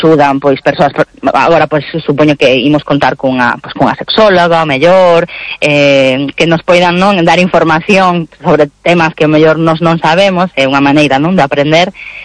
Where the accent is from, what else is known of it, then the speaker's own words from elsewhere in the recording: Galicia, Spain; nós tamén somos creadoras galegas